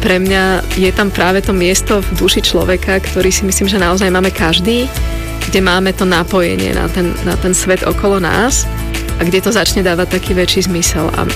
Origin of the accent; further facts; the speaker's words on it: Bratislava, Bratislava Region, Slovakia; moved away; nemyslím si, že som niekedy bola typický mestský človek, aj keď som vyrastala v Bratislave, pretože som vlastne veľmi skoro začala plánovať, že sa z tej Bratislavy potrebujem dostať.